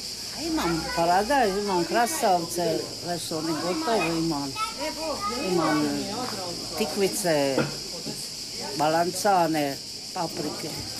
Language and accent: Croatian; Drniš, Šibenik-Knin County, Croatia; born there; now in Solin, Croatia